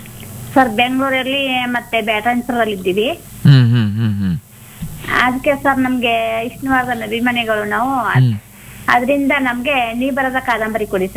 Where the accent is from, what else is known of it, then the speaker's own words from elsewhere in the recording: Chamarajanagar district, Karnataka, India; now in Bangalore, India; ನಾವು ಅಲ್ಲಿಂದ ಬಂದು ಇಲ್ಲಿ ಕೆಲಸ ಮಾಡ್ತಾ ಇರೋದು. ನಮ್ಮೂರು ಚಾಮರಾಜನಗರ ಡಿಸ್ಟಿಕ್ ಸರ್ ಅದು.